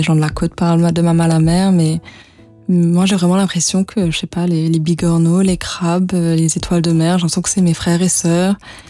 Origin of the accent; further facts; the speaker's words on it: Tamarin, Black River, Mauritius; Et je suis née à Maurice et en fait au moment de commencer l'école vraiment, mes parents ont pris la décision de venir habiter à Maurice avec la chance en fait d'habiter à Tamarin sur la côte ouest